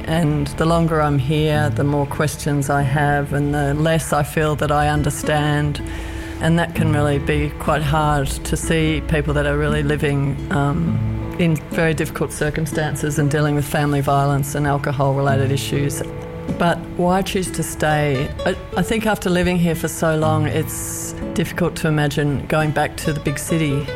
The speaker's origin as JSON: {"language": "English", "town": "Melbourne", "region": "Victoria", "country": "Australia", "tie": "born or raised there", "moved": "as an adult", "lives_now": "Alice Springs, Australia", "said": "I was born in Melbourne in the southeastern suburbs. I was there for nearly 30 years and then I travelled around Australia and stopped in Alice Springs."}